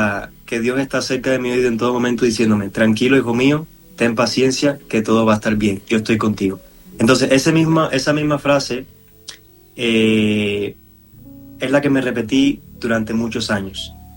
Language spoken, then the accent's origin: Spanish; Cuba; moved away; viene de donde yo vengo.